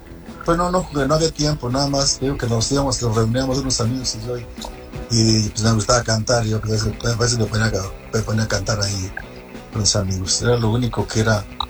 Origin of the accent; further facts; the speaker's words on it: Mexico; allá donde yo nací, en Santa Anita